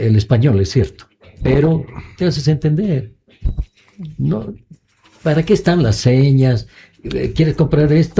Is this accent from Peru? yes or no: no; Bolivia